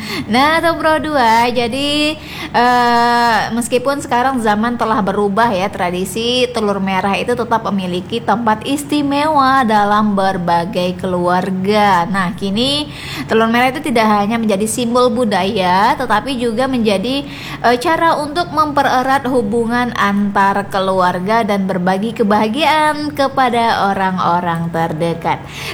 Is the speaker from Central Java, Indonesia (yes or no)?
no; Riau Islands, Indonesia; Kalau kita Melayu di Natuna khususnya, ya biasanya telur merah itu kadang sering kita temukan apabila ada pawai ya, atau ada acara hataman Quran, atau sunatan ya